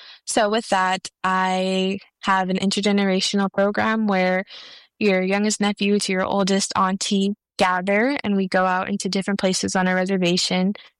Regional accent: Tucson, Arizona, United States; I come from the Pascua Yaqui tribe, bario libre and upascua communities in Tucson, Arizona.

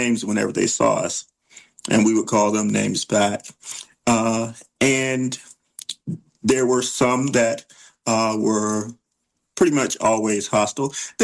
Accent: Georgia, United States; But I grew up, I was born in 61.

